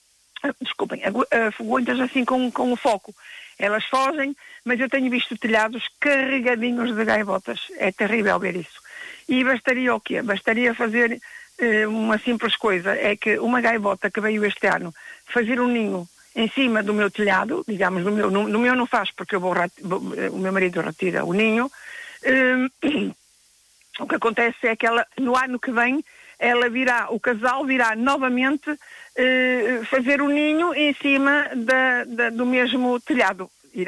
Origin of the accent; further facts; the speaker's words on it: Northern Portugal, Portugal; nós somos do norte, nós somos nortenhos